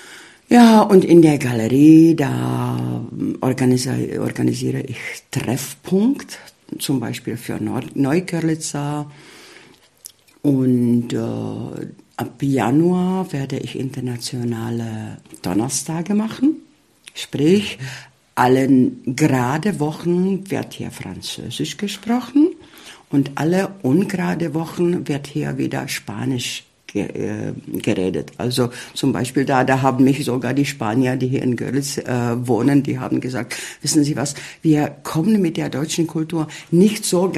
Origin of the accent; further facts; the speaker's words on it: Ústí nad Labem Region, Czechia; also born or lived in Spain; ich komme zwar aus Tschechien, aber sozusagen, ich bin eine gebürtige Oberlausitzerin, weil ich wirklich, ich bin, weil ich an der Quelle von Mandau geboren zur Welt gekommen bin.